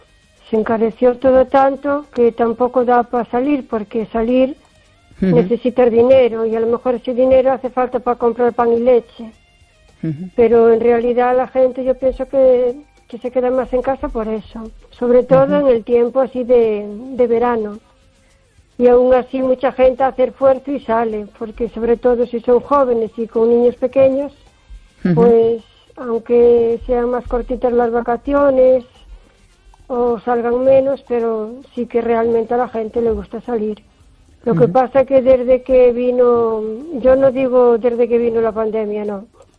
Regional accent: O Carballiño, Galicia, Spain

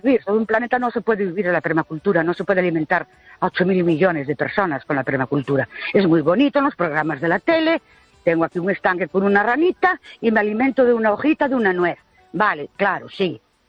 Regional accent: Ourense, Galicia, Spain; Buenas noches … de Ourense.

